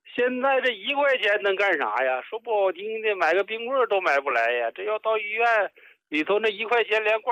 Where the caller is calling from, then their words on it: Harbin, Heilongjiang, China; 张老师，我是哈尔滨的。